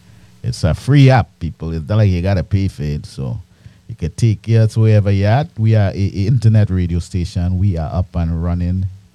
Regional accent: Trinidad & Tobago; I from old school. I mean, I grew up in Trinidad and Tobago, you know. At my young age

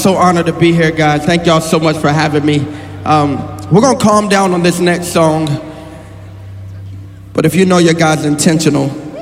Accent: South Carolina, United States; I come all the way from South Carolina, but my wife is from Ghana, Accra, Ghana.

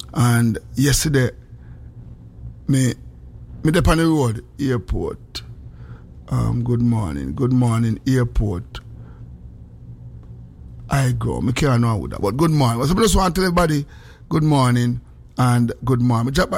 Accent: Philippines; I am from the Philippines, sir.

